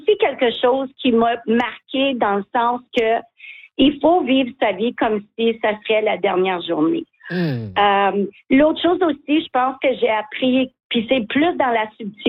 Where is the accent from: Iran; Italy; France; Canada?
Canada; Mattawa, Ontario; parce que moi, je viens de Mattawa.